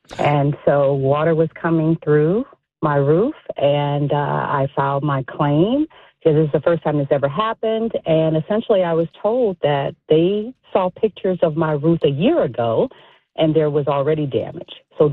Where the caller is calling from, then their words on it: Chicago, Illinois, United States; So it's actually Morgan Park.